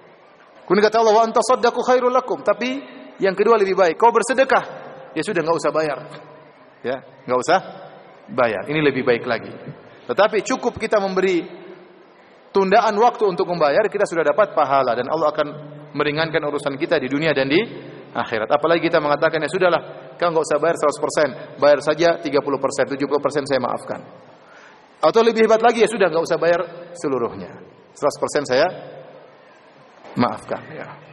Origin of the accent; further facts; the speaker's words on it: Indonesia; also born or lived in Medina, Saudi Arabia; mahasiswa Indonesia miskin-miskin juga seperti saya.